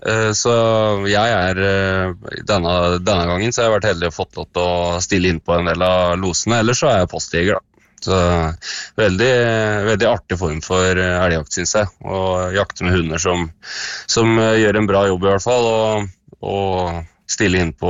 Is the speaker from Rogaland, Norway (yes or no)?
no; Mysen, Østfold, Norway; Ja, det tror jeg var hjemme I Mysen.